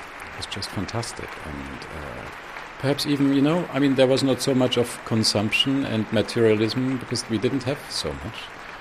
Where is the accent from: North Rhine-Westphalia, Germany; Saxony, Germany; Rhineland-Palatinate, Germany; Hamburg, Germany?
Saxony, Germany; Dresden; there was one restaurant, a very classy restaurant in Dresden, in my hometown where I grew up, and in a very nice hotel.